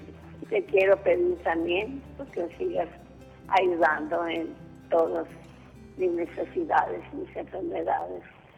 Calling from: Sinaloa, Mexico; De aquí, de Sinaloa.

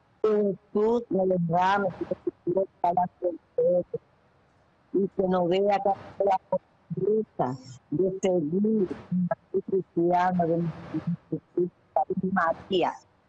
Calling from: La Vega, Dominican Republic; Desde aquí de La Vega, soy dominicana.

